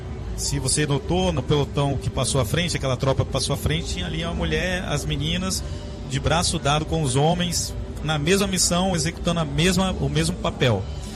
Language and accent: Portuguese; Fortaleza, Ceará, Brazil; moved away as an adult; also born or lived in Altamira; now in Belém, Brazil; eu sou natural de Fortaleza, mas já moro em Belém 8 anos e tem mais 4 anos de Altamira, então são 12 anos no total.